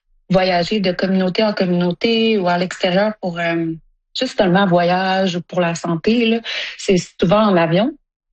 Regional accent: Sept-Îles, Quebec, Canada; J'ai l'impression qu'en grandissant à Sept-Îles, le côté Innu, là, était vraiment perdu.

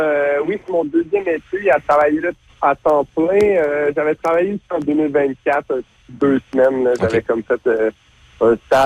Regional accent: Montreal, Quebec, Canada; On vient majoritairement de Montréal.

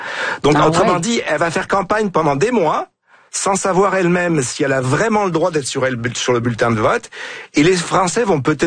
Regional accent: Quebec, Canada; j'essaie de regarder un petit peu, de comparer un peu ce qui se passe chez nous au Québec et au Canada et ce qui se passe un peu en France.

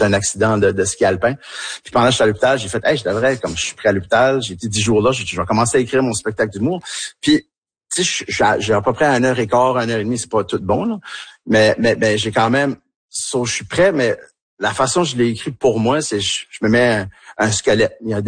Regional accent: Tracadie, New Brunswick, Canada; accent: Tracadie; quand je suis avec eux autres, je parle avec mon accent tracadie un peu plus, puis je me laisse aller

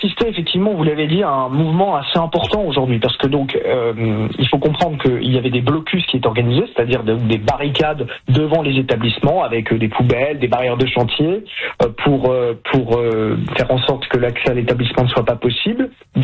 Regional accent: France; chez nous en France

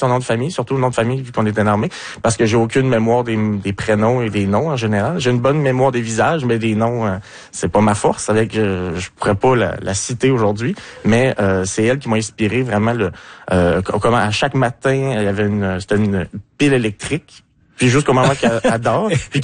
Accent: Quebec, Canada; je suis un Québécois qui écrit, je veux que ça soit écrit comme chez moi

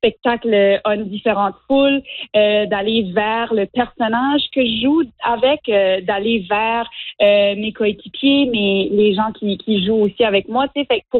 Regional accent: Chéticamp, Nova Scotia, Canada; now in Moncton, Canada; juste parce que je dis que je viens de Chétiquan.

